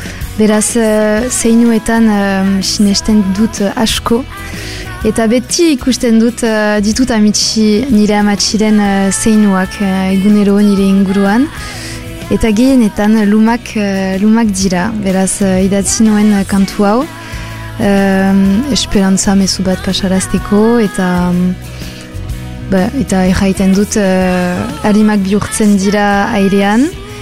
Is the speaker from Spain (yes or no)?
no; Ustaritz, Nouvelle-Aquitaine, France; born or raised there